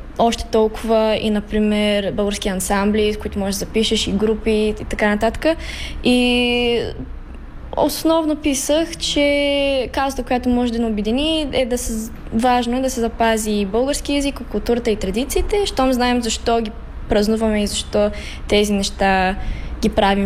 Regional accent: Sevlievo, Gabrovo Province, Bulgaria; now in Chicago, United States; съм от Севлиево по принцип, но малко, нали, малък град

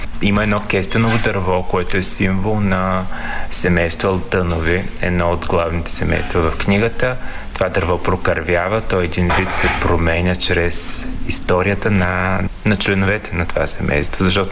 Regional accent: Yambol, Yambol Province, Bulgaria; moved away as an adult; now in Burgas, Bulgaria; По принцип съм от Ямбол, но се чувствам вече бургазлия, защото повече от 12 години живея там.

